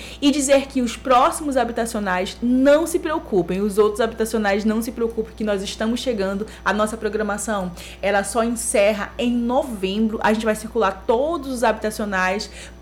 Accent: Macapá, Amapá, Brazil; Nós somos da periferia de Macapá, a gente é ali do bairro do Araxá, e a gente tem muito orgulho de dizer que a gente é do bairro do Araxá e que a gente é da periferia.

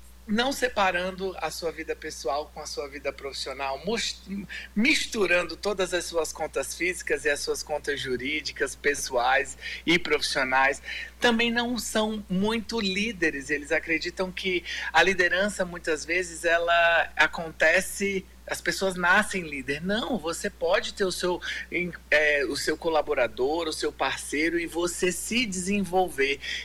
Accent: Acre, Brazil; moved away; Um prazer é todo meu estar aqui na minha terra natal.

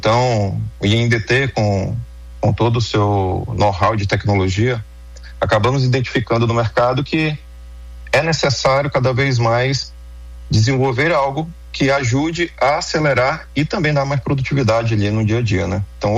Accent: Manaus, Amazonas, Brazil; Sou de Manaus, Amazonas

